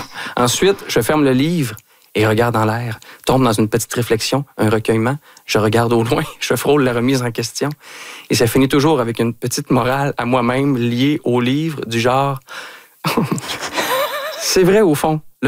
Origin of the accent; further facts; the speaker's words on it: Brossard, Quebec, Canada; J'ai grandi donc tout près, oui, du 10-30. À l'époque, c'était un champ de patates. Et je m'y promenais avec mes amis.